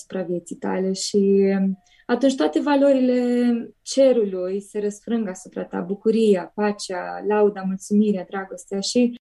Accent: Piatra Neamț, Neamț County, Romania; moved away as an adult; now in Cluj-Napoca, Romania; Am 26 de ani, de curând mutată la Cluj, sunt original din Piatra Neamț

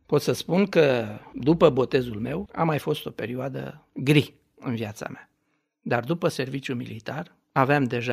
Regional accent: Romania; moved away as an adult; also born or lived in Israel; am plecat cu pământ din România în Israel

